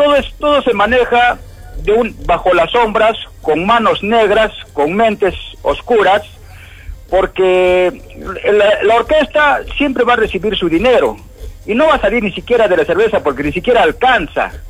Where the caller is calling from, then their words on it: Cerro Colorado, Arequipa, Peru; llamo de Cerro Colorado.